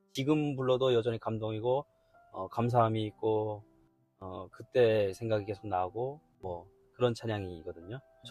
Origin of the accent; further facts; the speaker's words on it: North Korea; also born or lived in China; now in South Korea; 그때가 98년도에 제가 탈북을 했으니까